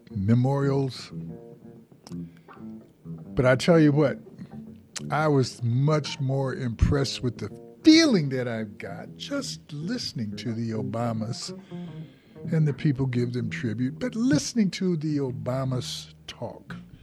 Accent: Joliet, Illinois, United States; I was raised in Joliet, Illinois, some 50 miles south, kind of east of Chicago. I learned how to drive in Chicago.

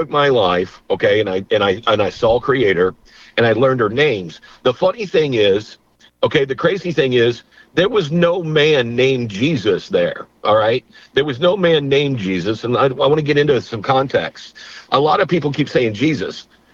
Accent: the South, United States; I was raised a Christian in the Bible Belt.

